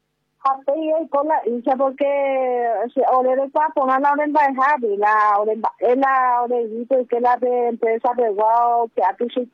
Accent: Mexico; Sí, soy de México, ahora es ahí.

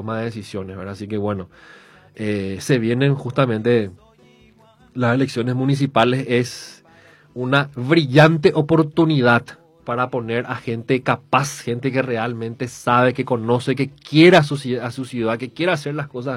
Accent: Asunción, Paraguay; A mí me da vergüenza decir que soy asunceno ante esta administración.

